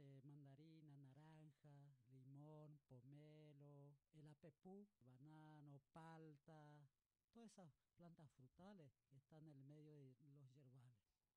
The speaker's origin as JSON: {"language": "Spanish", "town": "Perutí", "region": "Misiones", "country": "Argentina", "tie": "born or raised there", "said": "yo me acuerdo cuando era niño, allá en Perutí, ellos cultivaban, la mayoría, la yerba, cultivaban los abuelos."}